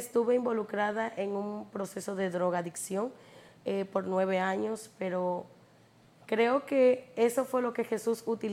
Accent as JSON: {"language": "Spanish", "region": "Puerto Plata", "country": "Dominican Republic", "moved": "yes", "lives_now": "Santo Domingo, Dominican Republic", "said": "soy de Puerto Plata, pero actualmente resido aquí en Santo Domingo."}